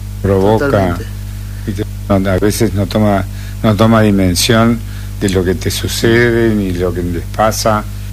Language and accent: Spanish; Tostado, Santa Fe, Argentina; Yo soy de Tostado, o sea que también soy